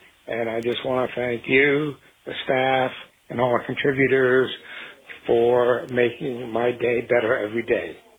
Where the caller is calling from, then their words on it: Fort Lauderdale, Florida, United States; I'm from Fort Lauderdale, and I listen to WLRN every day.